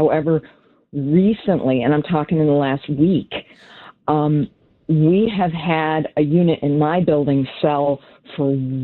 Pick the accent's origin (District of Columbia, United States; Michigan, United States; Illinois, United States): Illinois, United States; Evanston; born there; I was born in Evanston, and God willing, I'll die here